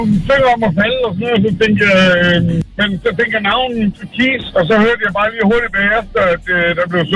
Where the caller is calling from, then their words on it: Bogense, Region of Southern Denmark, Denmark; Jeg er lige i Bogense lige nu.